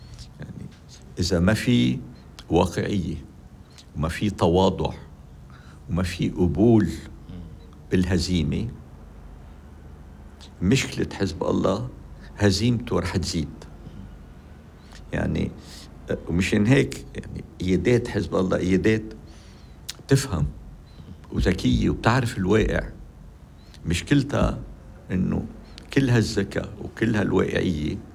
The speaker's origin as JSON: {"language": "Arabic", "country": "Lebanon", "said": "نحن كلبنانيين وكجمهورية لبنانية"}